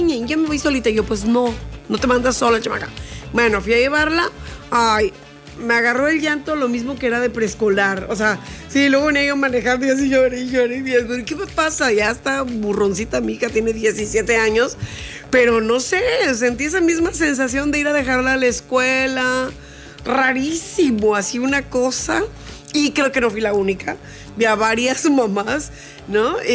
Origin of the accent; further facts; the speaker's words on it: Mexico; como mexicanos somos la cosa más bella del mundo.